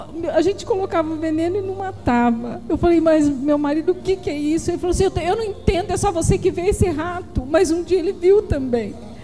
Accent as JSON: {"language": "Portuguese", "town": "Guaraçu", "country": "Brazil", "said": "Eu sou de Guaraçu."}